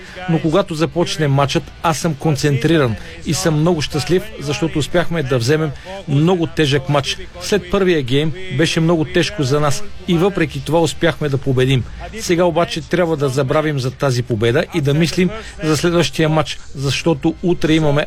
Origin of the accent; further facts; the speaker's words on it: Italy; moved away; аз съм италианец